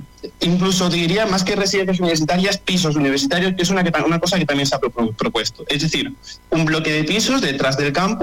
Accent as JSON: {"language": "Spanish", "town": "Mérida", "region": "Extremadura", "country": "Spain", "said": "Yo no quiero irme fuera, yo soy de Mérida y soy un emeritense muy orgulloso."}